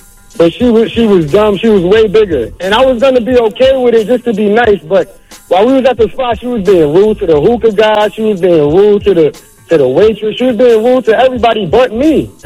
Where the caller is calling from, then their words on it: Yonkers, New York, United States; I'm calling from Yonkers.